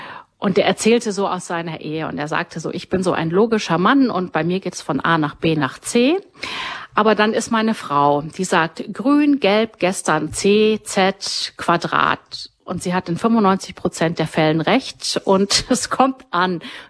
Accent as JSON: {"language": "German", "region": "Bavaria", "country": "Germany", "also_born_or_lived": "United States", "moved": "as an adult", "lives_now": "Rhineland, Germany", "said": "berufsbedingt durch meinen Mann, kamen hier ins Rheinland. Das war mir als Bayer irgendwie alles ganz fremd."}